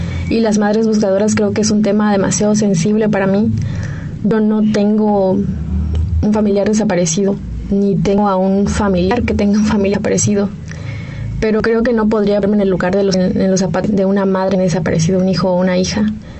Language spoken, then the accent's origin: Spanish; Mexico; yo como mujer mexicana creo que estoy muy decepcionada